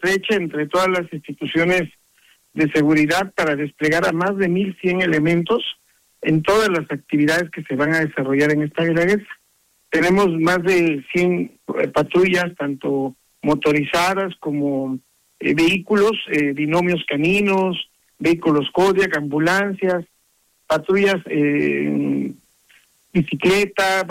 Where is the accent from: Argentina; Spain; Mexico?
Mexico; Oaxaca; como somos los oaxaqueños y oaxaqueñas.